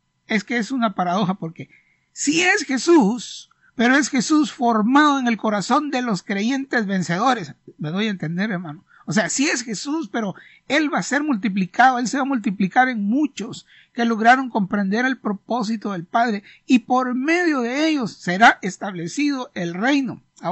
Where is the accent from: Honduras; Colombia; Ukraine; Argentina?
Honduras; Así que siervo aquí, como dicen en algunas partes, yo soy de Honduras, que dice esa expresión de siervo en la Biblia no es comida de trompudo, hermano.